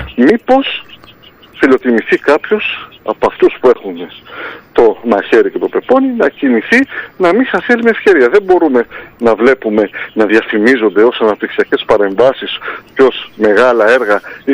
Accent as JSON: {"language": "Greek", "area": "Zakynthos", "region": "Ionian Islands", "country": "Greece", "said": "εμείς κάναμε πρωτοβουλία σαν Ζακυνθινή, σαν κάτοικος του νησιού."}